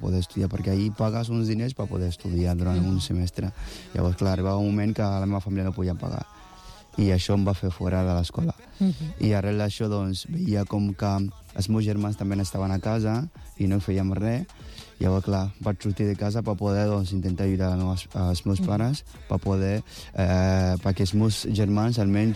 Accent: Kumasi, Ashanti, Ghana; Catalan is a second language; moved away; Sí, jo soc d'un poble de Ghana que es diu Kumasi, i dintre d'aquest poble, doncs, el nostre dia a dia era, doncs, aixecar-se al matí, entre setmana, vas a l'escola...

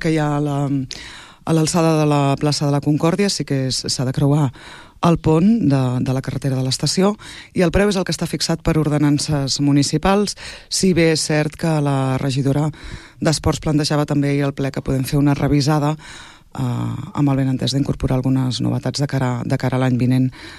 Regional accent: Tordera, Catalonia, Spain; born there; sóc veïna de Tordera i sóc mare de família. Això per començar. Per tant, d'entrada, sóc veïna de Tordera i de naixement.

